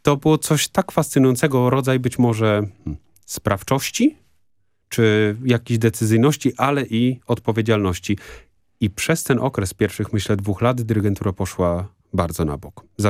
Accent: Toruń, Kuyavian-Pomeranian Voivodeship, Poland; moved away; also born or lived in Gdańsk; Pochodzę z Torunia, więc to dość naturalne.

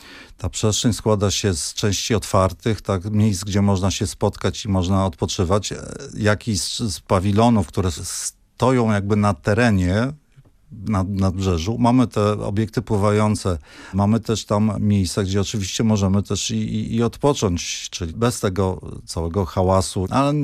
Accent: Warsaw, Masovian Voivodeship, Poland; born there; no urodziłem się w Warszawie i tą Warszawę pamiętam. Urodziłem się na Muranowie, tak?

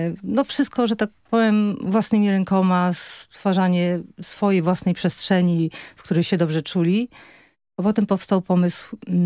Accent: Warsaw, Masovian Voivodeship, Poland; Tak, jesteśmy z Warszawy.

